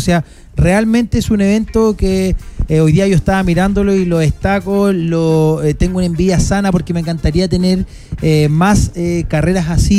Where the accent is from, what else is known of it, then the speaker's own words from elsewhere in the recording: Chile; realmente me siento orgulloso como chileno